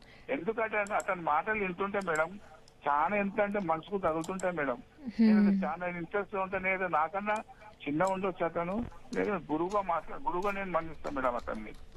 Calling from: Telangana, India; first language Telugu; ప్రేమవతి పేరు నుండి.

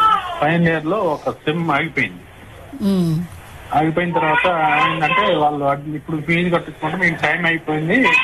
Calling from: Kothagudem, Telangana, India; మేము కొత్తగూడెం నుంచి అండి, భద్రాద్రి కొత్తగూడెం జిల్లా.

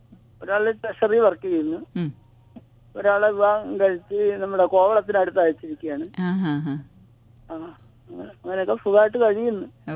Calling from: Alappuzha, Kerala, India; Gurupuram, Alappuzha.

